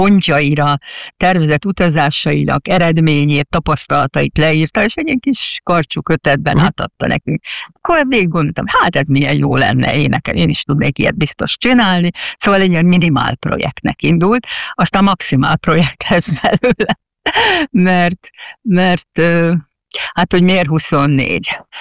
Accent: Hungary; moved away as an adult; now in England, United Kingdom; De én abszolút magyar vagyok, tehát nálam magyarabb magyar nincs a földön szerintem.

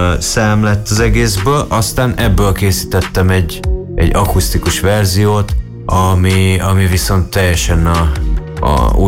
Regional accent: Transylvania, Romania; egy ős budapestivel ilyen székelyként közreműködni egy globális számon

